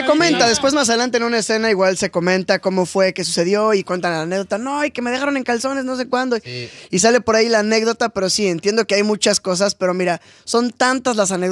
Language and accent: Spanish; Valle de Bravo, State of Mexico, Mexico; de pequeño, y vivía en Valle de Bravo, el pueblo ahí cerca del Estado de México.